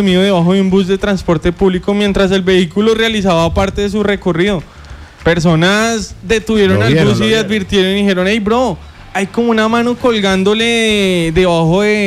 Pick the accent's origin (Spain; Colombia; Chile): Colombia; Sí, esto solo pasa en Colombia, en mi tierra.